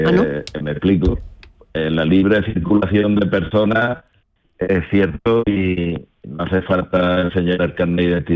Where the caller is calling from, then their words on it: Bollullos Par del Condado, Andalusia, Spain; En Bollullos Par del Condado.